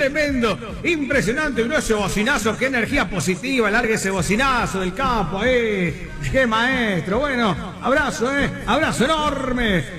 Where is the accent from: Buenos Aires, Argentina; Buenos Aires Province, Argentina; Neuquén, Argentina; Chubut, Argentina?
Neuquén, Argentina; born there; also born or lived in San Juan / Mendoza / Salta / Cipolletti; now in Córdoba, Argentina; Nací en Neuquén, vivo en Córdoba, estuve en San Juan, estuve en Mendoza, en Salta, viví en Salta también, viví en Chipoletti.